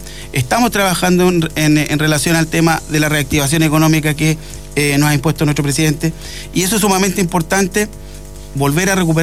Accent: Catapilco, Valparaíso, Chile; fui funcionario municipal, fui concejal por dos periodos en la comuna vecina de Zapallar, soy oriundo de Acatapilco

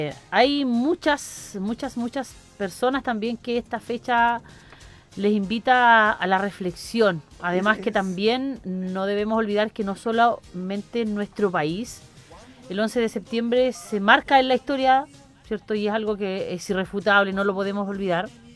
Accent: Cauquenes, Maule, Chile; no debemos olvidar que en este tiempo y un 11 de septiembre no solamente los cauqueninos tenemos que mirar hacia afuera

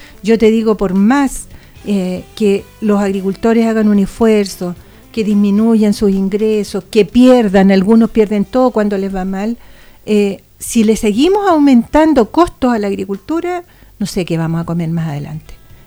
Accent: Chile; somos todos chilenos

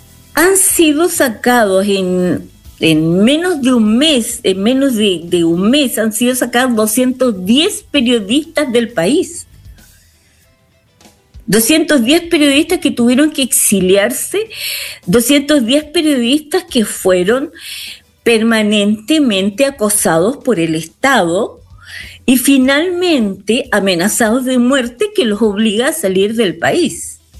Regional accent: Valparaíso, Chile; moved away; de mi región, porque yo soy porteña, de nacimiento porteña, de educación porteña, de vida porteña, que tuvo que salir al exilio, pero todavía tengo en mi corazón y en mi mente y en mi cultura la vida porteña

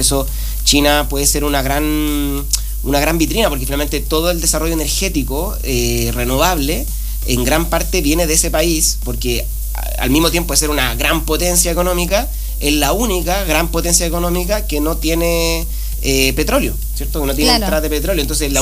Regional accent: Chile

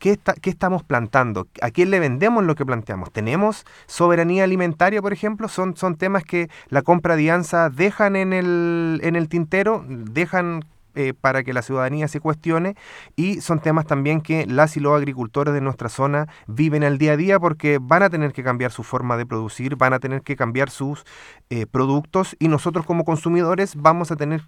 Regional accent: Maule, Chile; si estoy viviendo en el Maule, si nací y me crié en el Maule, evidentemente tengo que consumir productos que sean de mi tierra

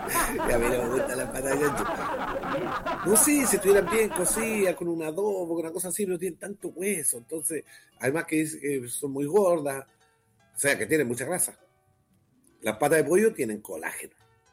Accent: Maule, Chile; nosotros que somos de Maule

